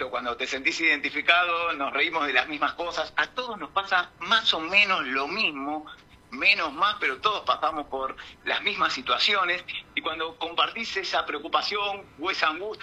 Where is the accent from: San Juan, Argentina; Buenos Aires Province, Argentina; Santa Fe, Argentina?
Buenos Aires Province, Argentina; Banfield; yo soy de Zona Sur. Soy de Zona Sur de la provincia de Buenos Aires, Banfield, Lomas de Zamora.